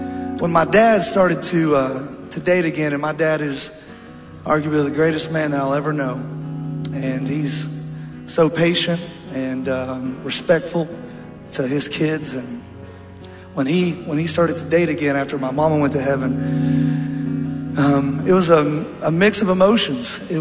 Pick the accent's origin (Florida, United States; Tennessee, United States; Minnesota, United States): Tennessee, United States; I'm a hillbilly from East Tennessee, so this is about as good as it gets for me.